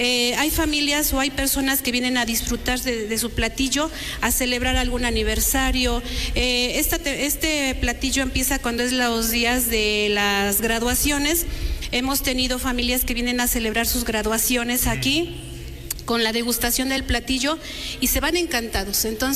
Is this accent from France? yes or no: no; Calpan, Puebla, Mexico; tenemos a otros paisanos de aquí de Calpan